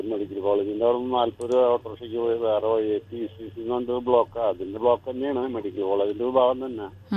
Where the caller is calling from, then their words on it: Thrissur district, Kerala, India; ഞാൻ തൃശ്ശൂർ ജില്ലയിലെ മറ്റേ നമ്മുടെ കുഞ്ഞിനി ഡാം റൂട്ടില്ലേ, അവിടെ ഭാഗത്തുമാണ്.